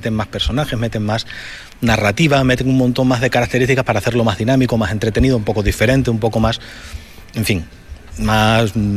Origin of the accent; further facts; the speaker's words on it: Badajoz, Extremadura, Spain; somos de aquí de Badajoz